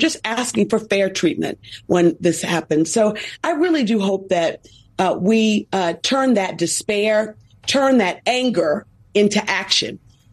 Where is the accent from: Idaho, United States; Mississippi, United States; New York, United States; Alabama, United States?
Alabama, United States; Selma; Selma, my hometown